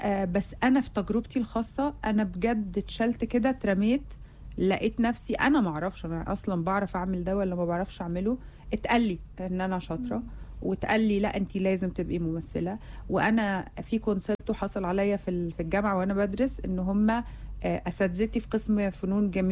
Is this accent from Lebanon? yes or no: no; Jordan; عندنا في الاردن ردح مالوش